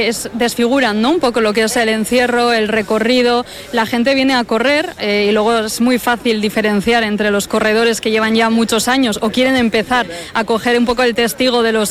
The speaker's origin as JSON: {"language": "Spanish", "region": "Navarre", "country": "Spain", "said": "lo majos que somos y los navarros"}